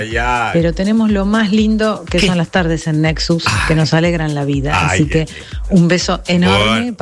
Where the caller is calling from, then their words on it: Dolores, Buenos Aires Province, Argentina; Acá escuchándote desde Dolores.